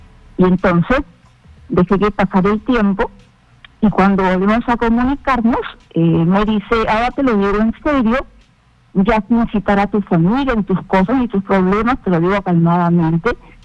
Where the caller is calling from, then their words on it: Lima, Peru; llamo desde Pueblo Libre.